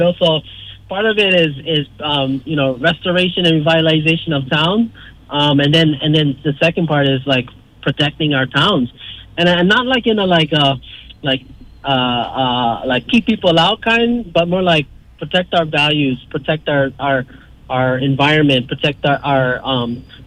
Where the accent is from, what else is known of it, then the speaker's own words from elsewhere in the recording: Lihue, Hawaii, United States; being born and raised here and moving back into my hometown, before getting elected, I got to spend that time doing that work.